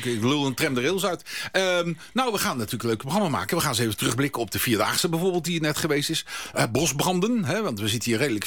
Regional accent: Netherlands

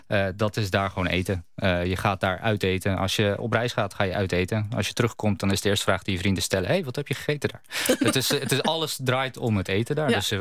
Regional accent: Netherlands; now in Japan; Als Nederlander denk ik van ja, we hadden eigenlijk het toch wel moeten winnen.

